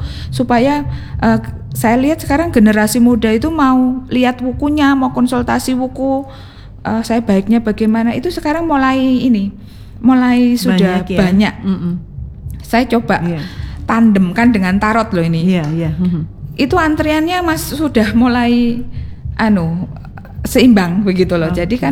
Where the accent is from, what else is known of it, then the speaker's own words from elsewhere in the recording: Java, Indonesia; Selama kita adalah masyarakat Jawa